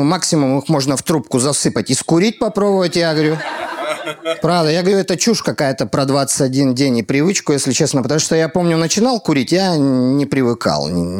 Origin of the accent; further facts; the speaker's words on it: Chelyabinsk, Chelyabinsk Oblast, Russia; я из Челябинска